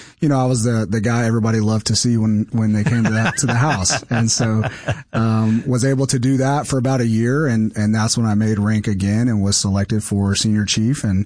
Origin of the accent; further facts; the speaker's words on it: South Carolina, United States; moved away as an adult; now in Minnesota, United States; From there, we actually went down, to South Carolina. We, covered our hometown.